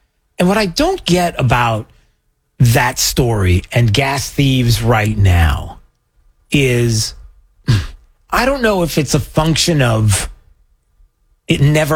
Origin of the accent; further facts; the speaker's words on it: New York, United States; Because the 70s, we had if you lived in New York, I grew up in New York.